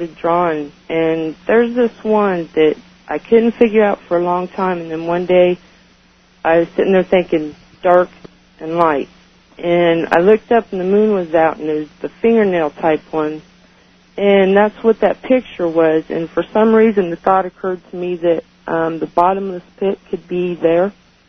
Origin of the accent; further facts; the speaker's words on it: Kansas, United States; I'm from Kansas.